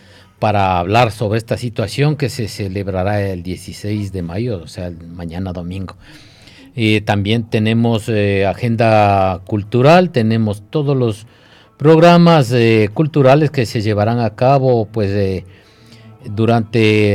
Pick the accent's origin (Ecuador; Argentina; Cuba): Ecuador; nosotros como ecuatorianos, no, como latinos, porque nuestro país